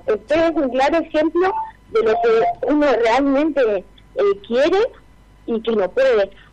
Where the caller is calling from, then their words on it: Resistencia, Chaco, Argentina; Yo soy de Villa Río Negro.